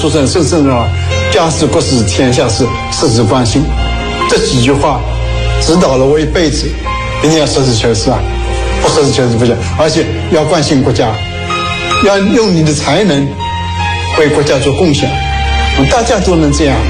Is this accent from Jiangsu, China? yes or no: yes; Wuxi, Jiangsu, China; moved away; 我小的时候在无锡，我们家就在无锡东陵书院的旁边，我上小学在东陵小学上学，就在那个东陵书院里面上学，